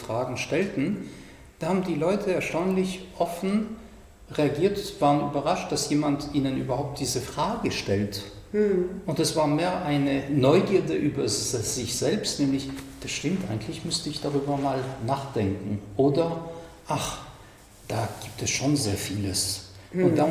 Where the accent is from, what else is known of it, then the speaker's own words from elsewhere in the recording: France; Ich komme aus Frankreich und in Frankreich gab es eine sogenannte Möbelaktion.